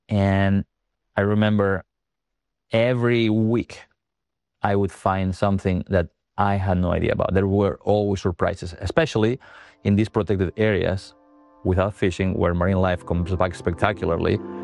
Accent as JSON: {"language": "English", "region": "Catalonia", "country": "Spain", "tie": "born or raised there", "said": "I grew up in Catalonia, on the Costa Brava, the Mediterranean coast of Spain."}